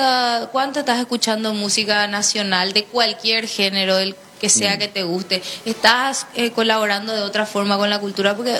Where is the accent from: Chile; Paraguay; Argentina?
Paraguay; Somos paraguayos todos